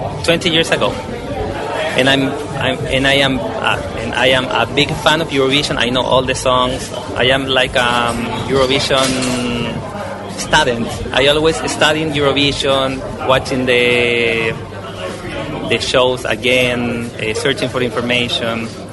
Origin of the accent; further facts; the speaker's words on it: Chile; English is a second language; I'm from Chile. I think I am the only Chilean here.